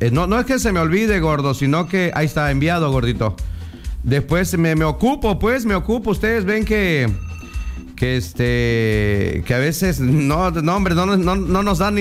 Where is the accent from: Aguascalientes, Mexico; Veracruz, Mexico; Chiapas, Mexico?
Chiapas, Mexico; Chapultenango; moved away; allá con toda mi gente de Chapultenango, Chiapas.